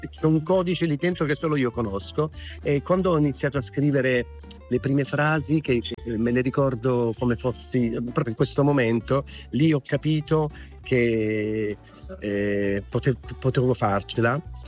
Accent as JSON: {"language": "Italian", "region": "Apulia", "country": "Italy", "said": "Io sono pugliese, però sono degli artisti che suonano."}